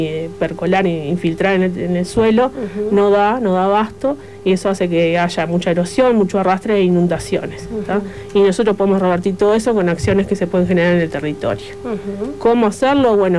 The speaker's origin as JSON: {"language": "Spanish", "region": "Maldonado", "country": "Uruguay", "tie": "born or raised there", "said": "Soy de acá, de Maldonado."}